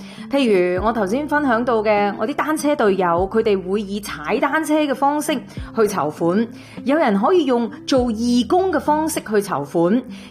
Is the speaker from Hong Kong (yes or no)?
no; Canada; 这个呢都是我很喜欢加拿大的其中一个原因，这个是我深深作为一个加拿大人的骄傲来的